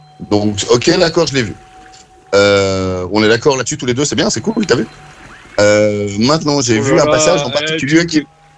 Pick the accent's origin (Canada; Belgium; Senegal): Belgium; qui n'était pas disponible au départ chez nous en Belgique